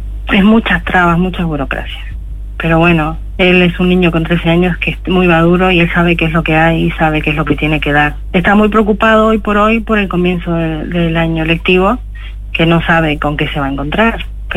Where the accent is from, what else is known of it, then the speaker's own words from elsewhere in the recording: Uruguay; moved away as an adult; now in Spain; Yo soy enfermera, soy de Uruguay, hace 25 años que estoy en España.